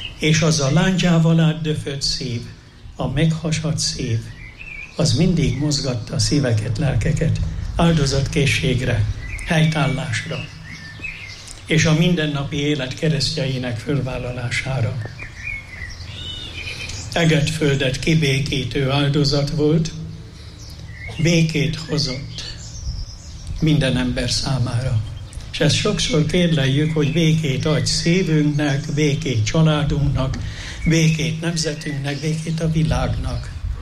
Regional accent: Jászárokszállás, Jász-Nagykun-Szolnok, Hungary; moved away; Gyerekkorom idejére emlékszem, valaki szülőhazámból, Jászárokszállásból mondta, hogy megyünk Mezőkövesre.

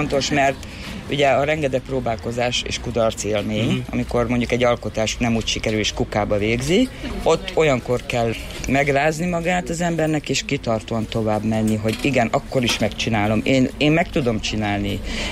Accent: Hungary; moved away as an adult; now in Netherlands

